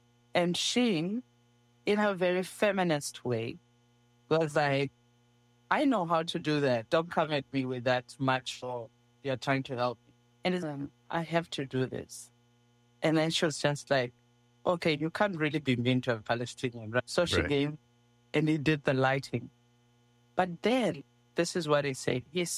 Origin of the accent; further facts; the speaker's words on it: South Africa; Those of us who were South African